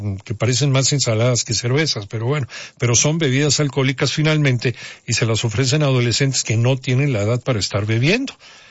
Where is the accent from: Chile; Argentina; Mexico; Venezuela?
Mexico; somos encantados los mexicanos